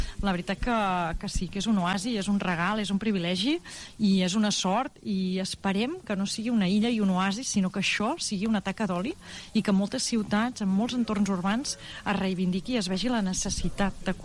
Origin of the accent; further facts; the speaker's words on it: Sabadell, Catalonia, Spain; jo coincideix que sóc de Sabadell, per tant me'l sento també molt meu, aquest rodal